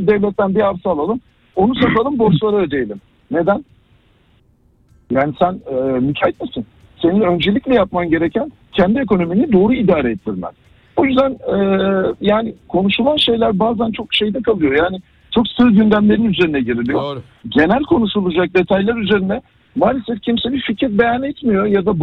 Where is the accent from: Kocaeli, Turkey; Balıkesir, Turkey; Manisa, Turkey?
Kocaeli, Turkey; İzmit; Ben de Kocaeli'yim bu arada. Yani bizim ortak müşterimiz de çok var. 98 mezunuyum ben. Aynı coğrafyada büyüdük sizinle.